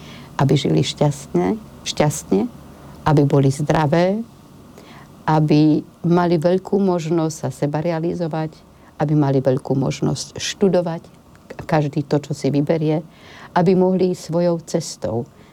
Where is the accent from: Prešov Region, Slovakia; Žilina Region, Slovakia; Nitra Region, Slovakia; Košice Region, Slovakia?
Nitra Region, Slovakia; Komárno; born there; moved away; also born or lived in Bratislava; Narodila som sa úplne niekde na Bažinách, na juhu Slovenska, v Komárne, takže tam turistika nebola. No a potom, keď som sa presťahovala do Bratislavy